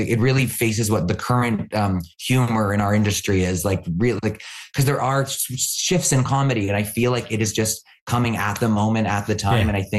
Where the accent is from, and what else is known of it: Canada